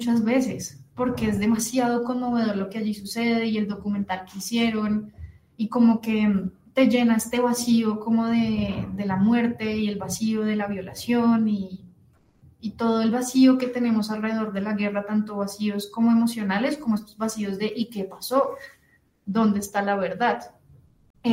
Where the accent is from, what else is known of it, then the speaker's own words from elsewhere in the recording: Colombia; yo soy colombiana también